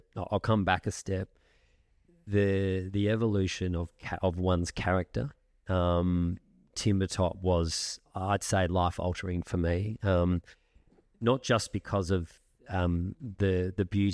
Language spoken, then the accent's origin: English; Geelong, Victoria, Australia; I actually grew up here in the house just over the way there on the oval. So I was born in Geelong